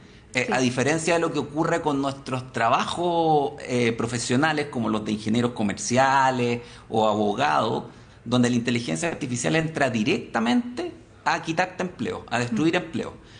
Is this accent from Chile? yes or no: yes; Chile